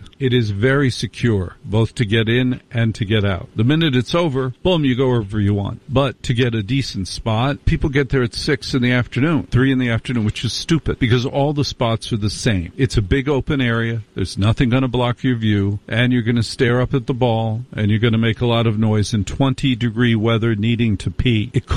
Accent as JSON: {"language": "English", "town": "New York City", "region": "New York", "country": "United States", "said": "By the way, as a New Yorker, let me suggest to you, I'm sure you've heard this before, that if you visit New York City, do not go to Times Square on New Year's Eve."}